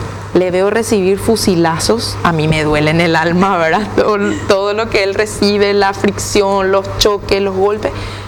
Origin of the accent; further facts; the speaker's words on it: Mariano Roque Alonso, Central, Paraguay; nosotros somos de Mariano Roca Alonso